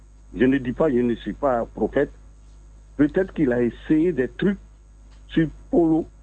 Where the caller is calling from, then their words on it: Abidjan, Côte d’Ivoire; Abidjan, les deux plateaux.